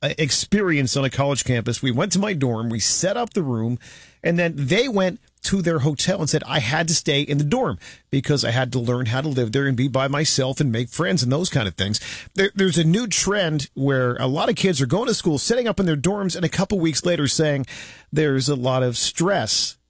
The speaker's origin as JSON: {"language": "English", "town": "Philadelphia", "region": "Pennsylvania", "country": "United States", "tie": "born or raised there", "said": "where I grew up in Northeast Philly."}